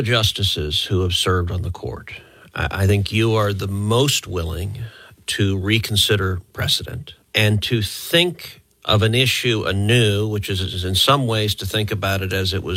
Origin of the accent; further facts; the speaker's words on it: Texas, United States; now as a Texan, that makes me happy